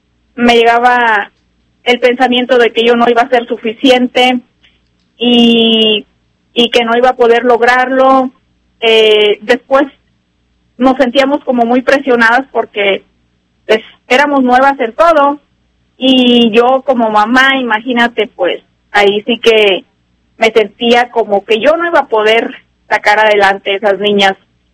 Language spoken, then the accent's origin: Spanish; Michoacán, Mexico; Había mucha violencia en lo que es el estado de donde yo soy, que es el estado de Michoacán.